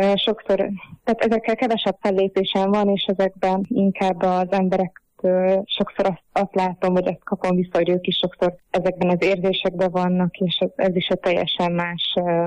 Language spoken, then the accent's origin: Hungarian; Slovakia; az identitásom részét képezi, hogy felvidéki magyar vagyok, szlovákiai magyar vagyok